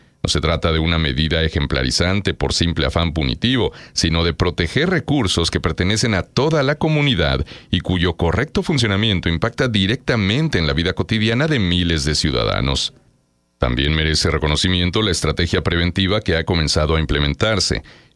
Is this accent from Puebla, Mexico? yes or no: no; Chihuahua, Mexico; born there; now in Torreón, Mexico; cuando era niño en Chihuahua